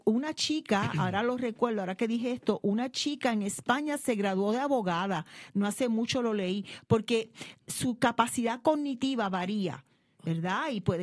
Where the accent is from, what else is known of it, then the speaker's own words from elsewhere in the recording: San Germán, Puerto Rico; mi pueblo de San Germán